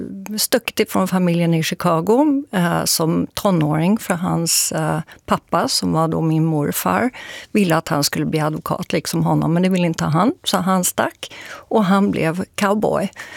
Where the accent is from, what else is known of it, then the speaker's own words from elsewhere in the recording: Stockholm, Stockholm County, Sweden; Jag är uppvuxen i Stockholm.